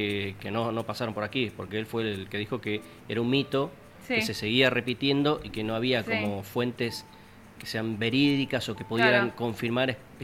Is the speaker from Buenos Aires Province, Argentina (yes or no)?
no; Cholila, Chubut, Argentina; born there; yo soy nacido en Cholila.